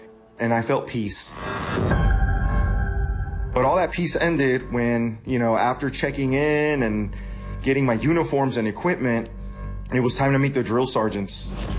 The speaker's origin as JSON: {"language": "English", "town": "Bell Gardens", "region": "California", "country": "United States", "tie": "born there", "first_language": "Spanish", "second_language": "English", "said": "I'm a senior at Bell Gardens High School."}